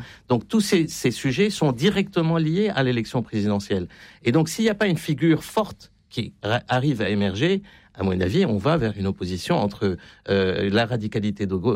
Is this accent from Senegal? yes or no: no; France; Donc, on a un peu mangé notre chapeau aussi en tant que Français.